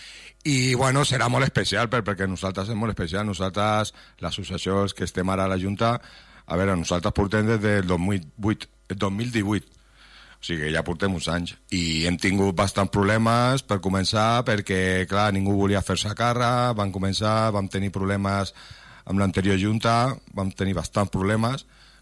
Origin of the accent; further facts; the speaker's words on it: Catalonia, Spain; Nosaltres no som de Sant Andreu, som del Palau.